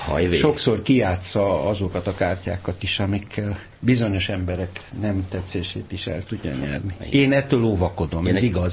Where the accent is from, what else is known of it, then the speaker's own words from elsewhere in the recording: Budapest, Hungary; born there; Kégolyó utcai szülészeti klinikán születtem